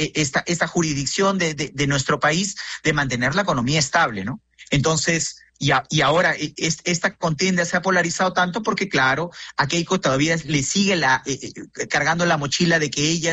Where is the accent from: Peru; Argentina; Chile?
Peru